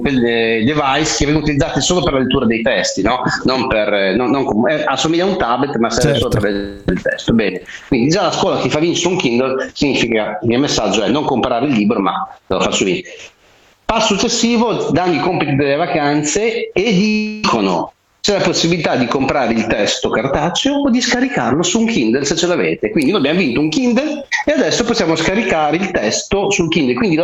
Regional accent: Emilia-Romagna, Italy; io sono emiliano romagnolo, lo sai, però in questo caso romagnolo, perché sì, sì, Castel Bolognese

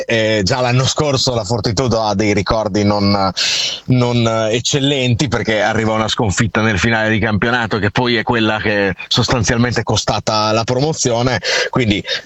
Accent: Ravenna, Emilia-Romagna, Italy; io vengo da Ravenna

